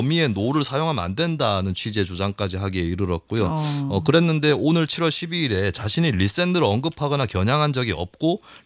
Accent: Gyeongsang, South Korea; 제가 경상도 출신인데요.

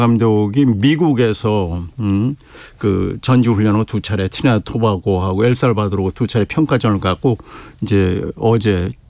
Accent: Chuncheon, Gangwon, South Korea; 제 고향이 강원도 춘천입니다.

